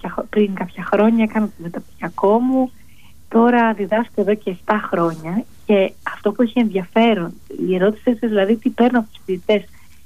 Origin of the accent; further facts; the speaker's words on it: Greece; moved away as an adult; είχα γεννήθηκε και μεγάλωσα στην Ελλάδα